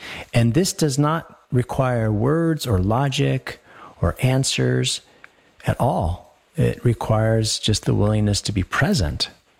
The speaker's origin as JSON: {"language": "English", "region": "Colorado", "country": "United States", "tie": "born or raised there", "said": "We grew up in Colorado"}